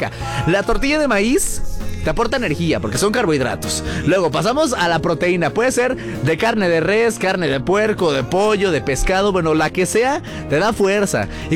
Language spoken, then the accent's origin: Spanish; Mexico; vale la pena poner atención a esto como mexicanos. … contigo hasta las 11 de la mañana.